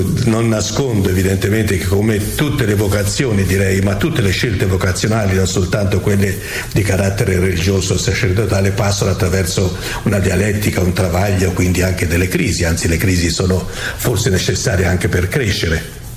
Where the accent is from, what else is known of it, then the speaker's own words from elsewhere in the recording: Arezzo, Tuscany, Italy; io sono nato ad Arezzo, non nella città ma nelle immediate vicinanze di Arezzo, tant'è che la scuola elementare io l'ho fatta dentro la città di Arezzo, ecco, per dire che eravamo molto vicino.